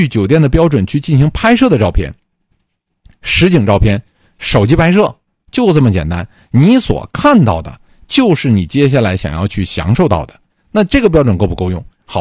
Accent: Northeast China, China; 作为一个东北人每天在这里感受着你们的这个口音

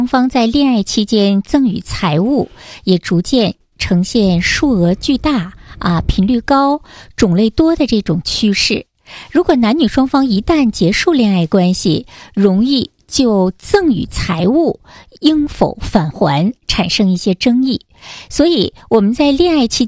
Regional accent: Jilin, China; 咱们吉林这边办喜事儿啊

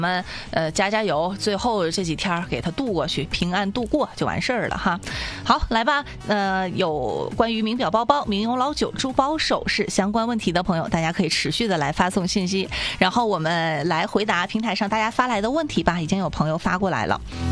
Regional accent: Northeast China, China; 而且咱们东北就是不管咋热，晚上都是凉快的

